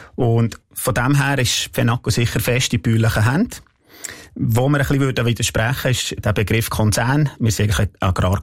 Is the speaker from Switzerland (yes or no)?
yes; Ticino, Switzerland; Ich bin im Tessin auf einem Landwirtschaftsbetrieb aufgewachsen.